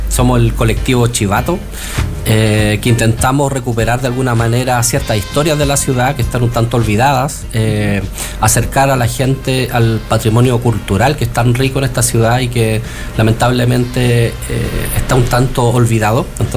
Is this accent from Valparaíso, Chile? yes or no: yes; Viña del Mar, Valparaíso, Chile; born there; Yo nací en Viña.